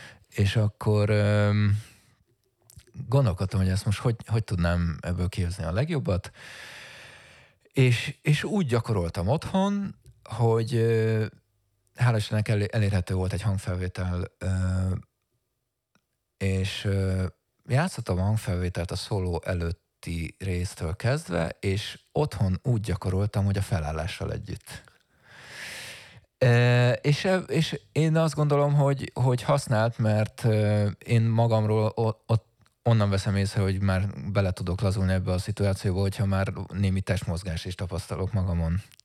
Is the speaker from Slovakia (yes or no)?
no; Hungary; de én klasszikus zenén nevelkedtem, klasszikus zenei oktatásban nőttem fel itthon, ahol az improvizációnak semmi helye nem volt.